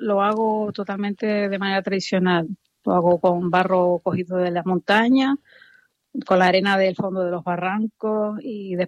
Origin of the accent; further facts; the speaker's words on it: Tenerife, Canary Islands, Spain; toda nuestra historia indígena yo que soy de Tenerife